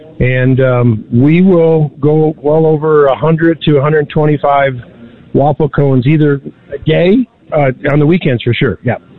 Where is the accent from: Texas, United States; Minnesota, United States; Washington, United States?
Minnesota, United States; Minneapolis; The one I went to was near my hometown in Minneapolis.